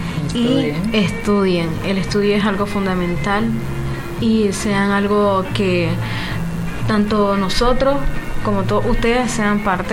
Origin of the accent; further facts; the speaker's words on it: Chinandega, Nicaragua; born there; Yo soy de Chinandega, de la parte central, pero igual crecemos con la radio